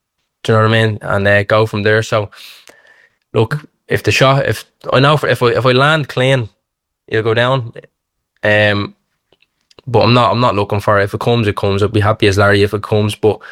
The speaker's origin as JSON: {"language": "English", "town": "Dublin", "region": "Leinster", "country": "Ireland", "tie": "born there", "also_born_or_lived": "Liberty House, Dublin city centre", "said": "So I'm originally from town. I'm from Liberty House. And then I got a bit older. Well, not older. I was probably about six or seven, and then moved out to Finglas then. So a bit of a Finglas and a bit of a townie as well."}